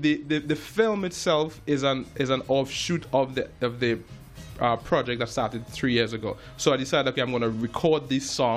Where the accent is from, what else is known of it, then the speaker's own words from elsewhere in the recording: Belmont, Trinidad & Tobago; also born or lived in United States; now in Toronto, Canada; I grew up in Trinidad and Tobago, and I moved to Toronto about 13 years ago. Mm-hmm. Before that, I was studying in the States a bit, and I grew up around music. I grew up in Belmont, Trinidad.